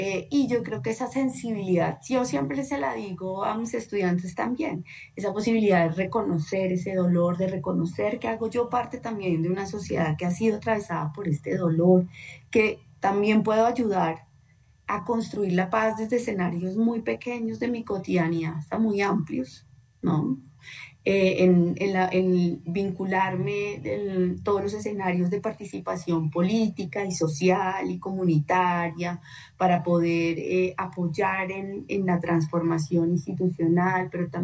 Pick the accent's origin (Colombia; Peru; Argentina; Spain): Colombia; nuestro ciclo vital como colombianos y colombianas.